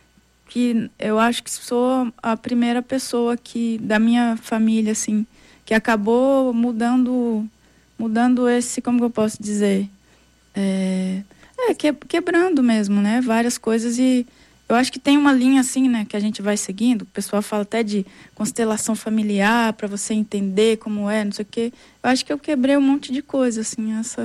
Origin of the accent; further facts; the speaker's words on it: Minas Gerais, Brazil; sou mineira, cabreira